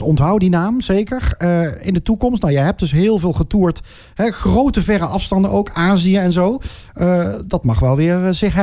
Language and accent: Dutch; Netherlands; Ja, volgens mij wel. Ik kom uit Nederland.